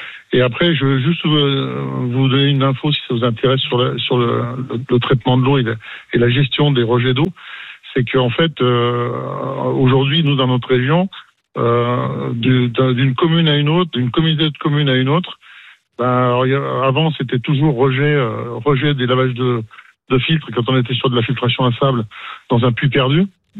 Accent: Auvergne-Rhône-Alpes, France; chez nous, en Isère

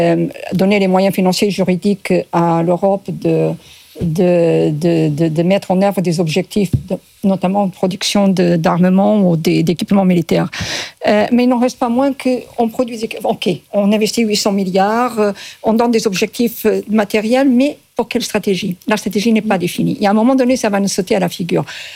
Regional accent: Portugal; Moi, je suis portugaise à 100%.

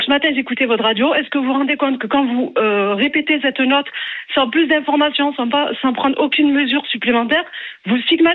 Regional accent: Provence-Alpes-Côte d'Azur, France; Je suis française, je suis née dans le 83, j'ai grandi en France, j'adore mon pays.

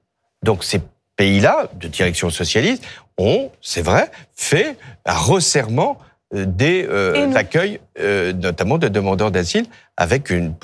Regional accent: France; Moi, je suis français.

